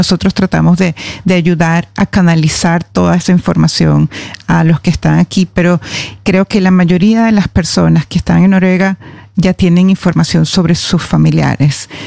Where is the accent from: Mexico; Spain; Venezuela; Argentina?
Venezuela; yo creo que la mayoría de los venezolanos, así no hayamos perdido a una familia muy cercana, yo creo que tenemos un duelo general.